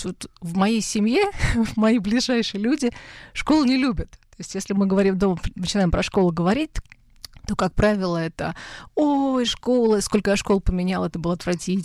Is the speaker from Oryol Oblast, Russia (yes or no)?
yes; Oryol Oblast, Russia; мы из Орловской области